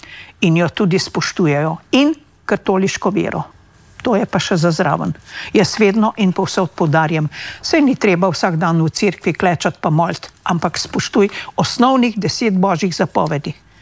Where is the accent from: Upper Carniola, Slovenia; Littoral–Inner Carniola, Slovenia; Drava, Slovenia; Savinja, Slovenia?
Savinja, Slovenia; now in Spain; sama izhajam iz Zgornje Savinjske doline